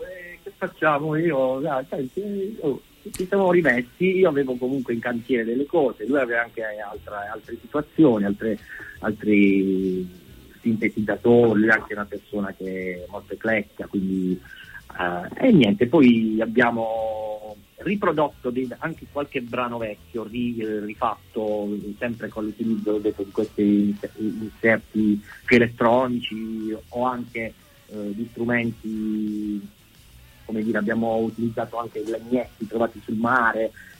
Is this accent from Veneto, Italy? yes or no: no; Mola di Bari, Apulia, Italy; nel mio paese di Mola